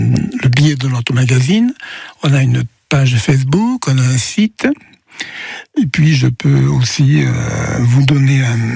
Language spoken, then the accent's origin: French; Occitanie, France; moved away; je suis originaire du Gard